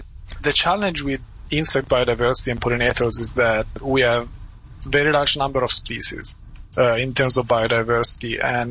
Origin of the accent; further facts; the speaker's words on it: Italy; English is a second language; I came from Italy and the boreal forest is such a wild place. And for us in Europe, we don't have that perception of space and nature in such a large scale.